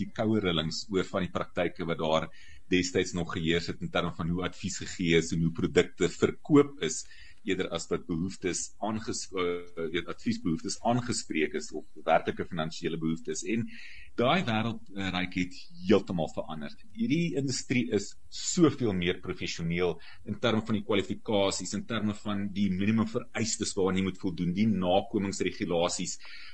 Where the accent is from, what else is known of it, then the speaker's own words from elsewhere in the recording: Port Elizabeth, Eastern Cape, South Africa; born there; Ja Ryk, dit eintlik maar alles begin in 1968 toe ek gebore is in wat vandag bekend staan as Gqeberha. maar die ou Port Elizabeth